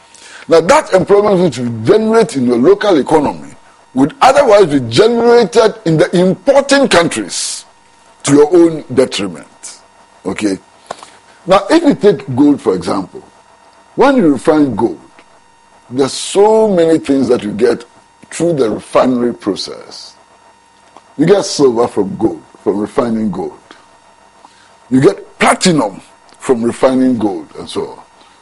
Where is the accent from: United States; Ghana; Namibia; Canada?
Ghana; I felt so proud as a Ghanaian.